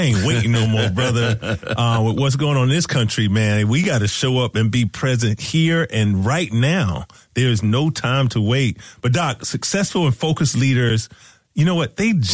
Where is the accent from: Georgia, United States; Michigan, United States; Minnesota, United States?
Georgia, United States; My family's in Georgia, and a lot of friends I grew up are in Georgia. And so my wife planned for us to go home, go down south